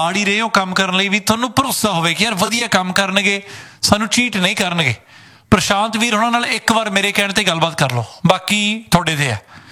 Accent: Ludhiana, Punjab, India; moved away; ਅਸੀਂ ਵੀ ਲੁਧਿਆਣੇ ਤੋਂ ਹੀ ਆ।

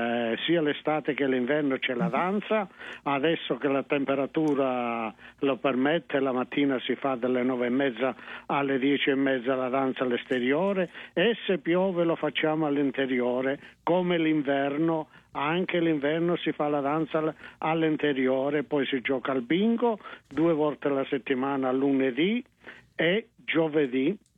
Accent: Cicala, Calabria, Italy; moved away as an adult; now in Canada; Io sono della provincia di Catanzaro, un paese chiamato Cicala.

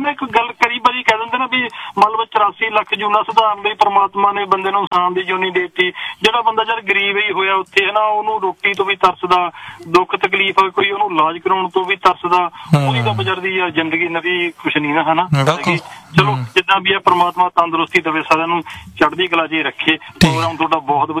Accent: Faridkot, Punjab, India; ਪਰ ਜਿੱਦਾਂ ਹੁਣ ਮੈਂ ਫਰੀਦਕੋਟ ਤੋਂ ਹਾਂ, ਸਾਡੇ ਹੁਣ ਮੇਲਾ ਚੱਲ ਰਿਹਾ ਤਿੰਨ ਦਿਨ

